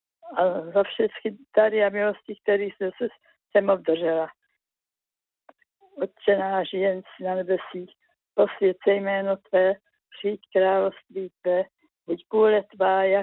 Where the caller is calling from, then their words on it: Moravia, Czechia